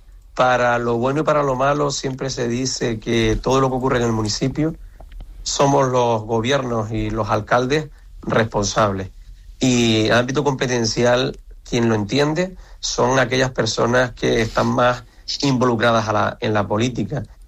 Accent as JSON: {"language": "Spanish", "area": "Fuerteventura", "region": "Canary Islands", "country": "Spain", "said": "en mi tierra, en la tierra de Majorera"}